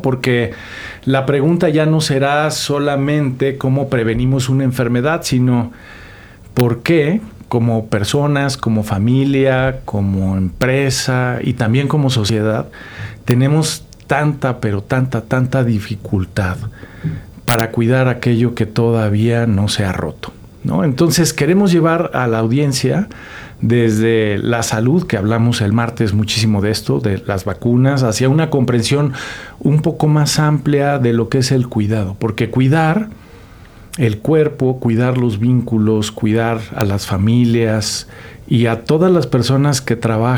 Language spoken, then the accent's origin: Spanish; Mexico; Como mexicanos y como mexicanas